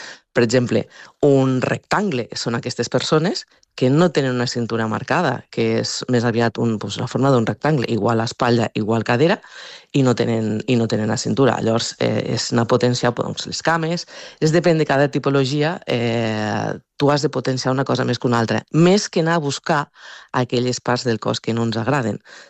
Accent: Mollerussa, Catalonia, Spain; Soc de Mollerussa.

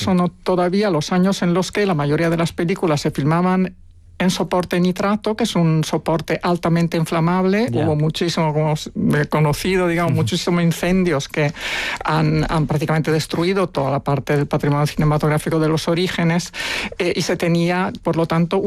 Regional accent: Italy; now in Spain; Italia, que es el país de donde yo vengo

